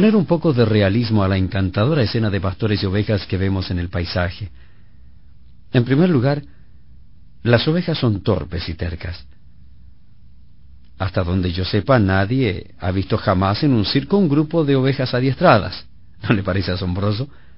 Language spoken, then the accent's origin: Spanish; Punta Arenas, Magallanes and Chilean Antarctica, Chile; moved away; mi ciudad de origen, en Punta Arenas, Chile, zona donde existen muchas ovejas.